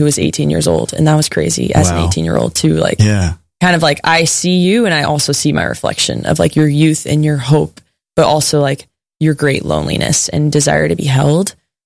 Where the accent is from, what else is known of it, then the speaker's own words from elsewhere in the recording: Texas, United States; talking about our home states. I've never talked about Texas more in my life.